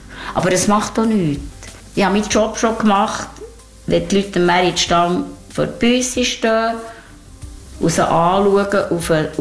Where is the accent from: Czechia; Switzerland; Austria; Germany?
Switzerland; Burgdorf, Bern; moved away; also born or lived in French-speaking Switzerland; Ich bin eine Vollblutbürtlerin, bin hier aufgewachsen